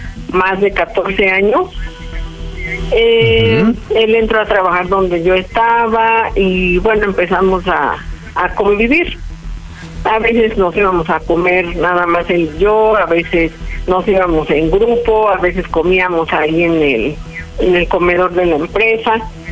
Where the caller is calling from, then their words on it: Atenco, State of Mexico, Mexico; Tengo 42 años y soy de Atenco, Estado de México.